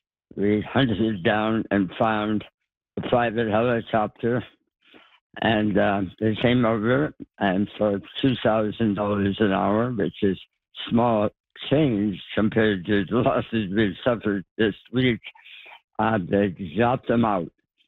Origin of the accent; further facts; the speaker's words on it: Northern Canada, Canada; I'm a Northerner. I'm a Canadian.